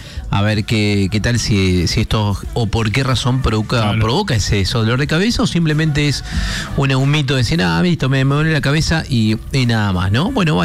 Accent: Mendoza, Argentina; Y eso que nosotros como mendocinos es que deberíamos de alguna forma estar aclimatados, ¿no?

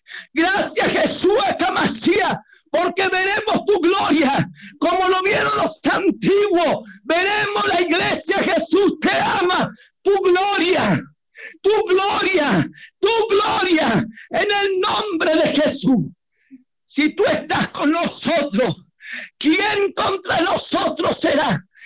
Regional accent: Argentina

